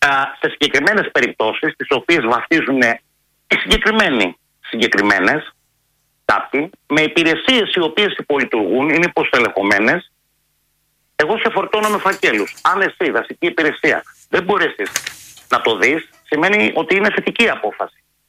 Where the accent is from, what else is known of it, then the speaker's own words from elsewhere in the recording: Central Greece, Greece; όπως έχει γίνει στο Εύρο, στον Εύρο, στην πατρίδα μου την Εύβοια.